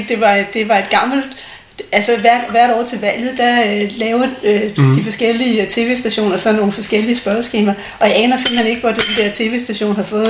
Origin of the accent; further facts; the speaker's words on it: Nakskov, Zealand, Denmark; now in Rødovre, Denmark; Jeg er født i Nakskov, på Nakskov sygehus.